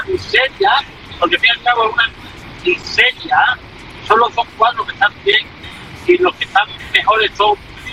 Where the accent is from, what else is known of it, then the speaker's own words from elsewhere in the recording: Spain; Como nuestro país, España, como yo adoro España, adoro mi pueblo, la salsa la llevo yo por bandera.